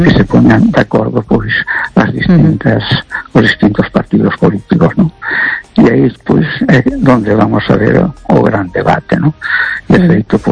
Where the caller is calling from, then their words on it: A Coruña, Galicia, Spain; de La Coruña.